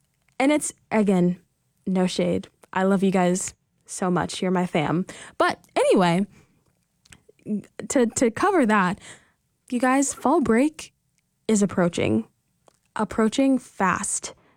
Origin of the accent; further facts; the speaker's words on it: Dallas–Fort Worth, Texas, United States; Obviously I'm from here, so I was kind of like showing them around my hometown and around Dallas and like the things that people actually do in Fort Worth